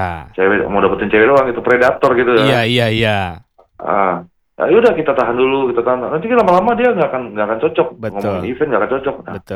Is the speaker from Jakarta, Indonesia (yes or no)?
yes; Jakarta, Indonesia; born there; Saya lahir di Jakarta kan, lahir di Jakarta. Tapi bapak mama saya asli, itu asli di Batak.